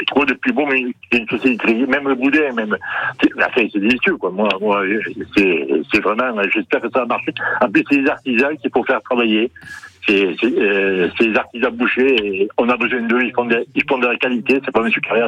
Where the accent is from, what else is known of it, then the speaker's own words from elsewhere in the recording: Pau, Nouvelle-Aquitaine, France; moved away; also born or lived in Pyrénées-Orientales; je suis originaire de Pau, c'est le contraire. D'après moi, j'ai eu la chance d'habiter les deux plus beaux départements de France, les Pyrénées Atlantiques et les Pyrénées Orientales.